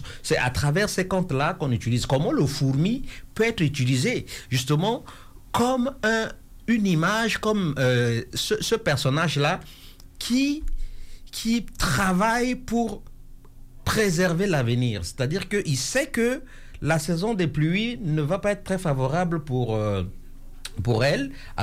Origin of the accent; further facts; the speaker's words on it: Central African Republic; moved away as an adult; now in Quebec City, Canada; je viens de la République centrafricaine.